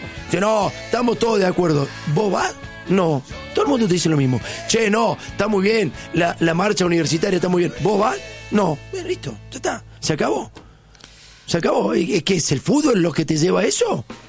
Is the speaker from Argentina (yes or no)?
yes; Argentina; aunque sea sentir que somos argentinos.